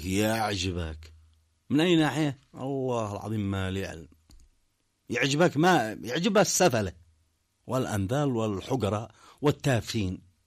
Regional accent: Yemen; بلادنا اليمن

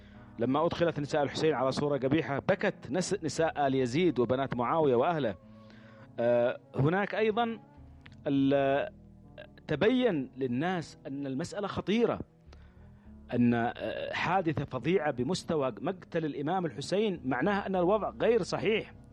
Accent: Yemen; نحن نرى في أنفسنا كيمنيين، اليمنيون الأحرار يرون في أنفسهم أنهم يمضون في ذات الطريق

